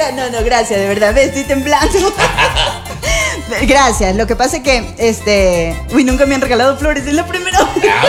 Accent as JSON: {"language": "Spanish", "region": "Coast", "country": "Ecuador", "said": "Así somos los costeños."}